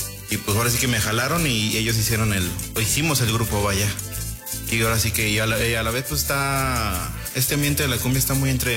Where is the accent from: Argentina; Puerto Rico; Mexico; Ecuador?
Mexico; pues ahora sí que uno como mexicano pues nace creciendo y escuchando música